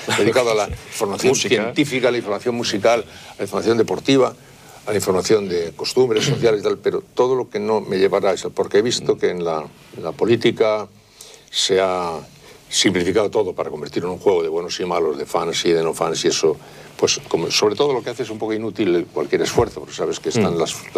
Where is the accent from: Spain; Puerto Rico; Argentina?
Spain; No, no creo en Dios. Pero no creo en Dios, pero soy español. Quiero decir que no es lo mismo no creer en Dios siendo finlandés que no creer en Dios siendo español.